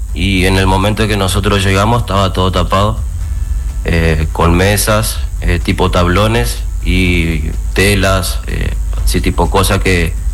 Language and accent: Spanish; Goya, Corrientes, Argentina; born or raised there; also born or lived in Rosario